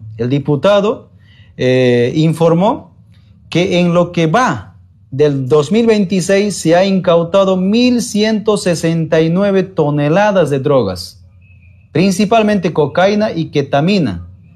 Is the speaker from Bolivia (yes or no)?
yes; Bolivia; nosotros, como bolivianos y bolivianas, ya hemos pasado en la historia eso.